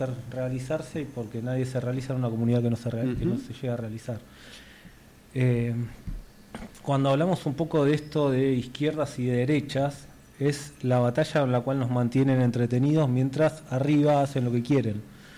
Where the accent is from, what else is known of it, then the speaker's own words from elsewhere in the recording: Argentina; como ciudadanos, como criollos, como argentinos.